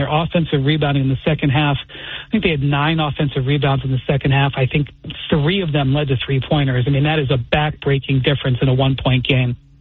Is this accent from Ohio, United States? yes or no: yes; Ohio, United States; Obviously, I'm from Northeast Ohio